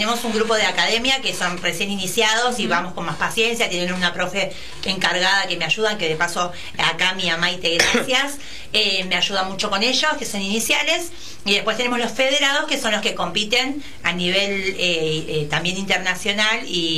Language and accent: Spanish; Argentina